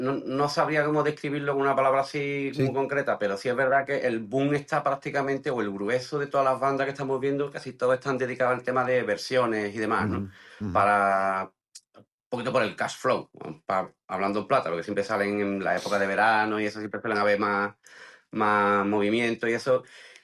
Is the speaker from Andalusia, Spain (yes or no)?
yes; Jerez, Andalusia, Spain; De Jerez, de Jerez